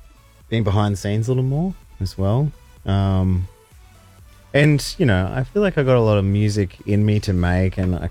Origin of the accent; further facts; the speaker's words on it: Sydney, New South Wales, Australia; moved away as an adult; now in Northern Rivers, Australia; I'm from Sydney originally.